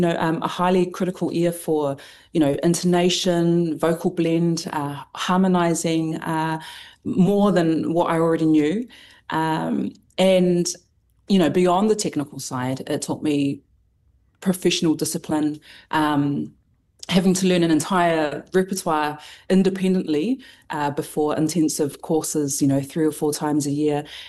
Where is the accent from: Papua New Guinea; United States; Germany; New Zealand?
New Zealand; Palmerston North, Manawatū-Whanganui; I grew up in Palm's North End. I attended the Christian Church of Samoa, was basically born into it.